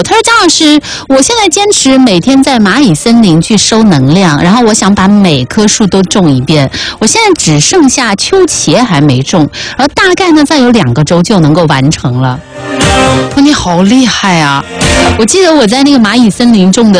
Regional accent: Chongqing, China; 他们说是我们重庆话的

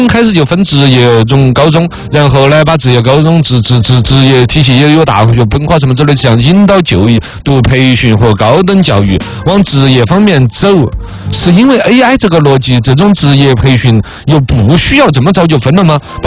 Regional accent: China; 或者我们中国人本来就不就君子不立于危墙之下

